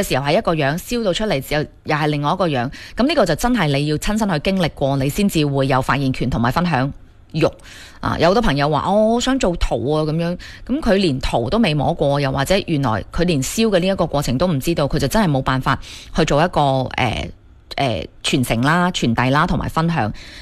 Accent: Foshan, Guangdong, China

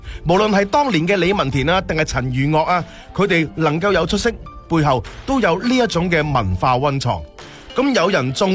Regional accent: Foshan, Guangdong, China; 我哋佛山人呢将读书、做嘢、经商呢三件事呢系游埋一齐嘅。

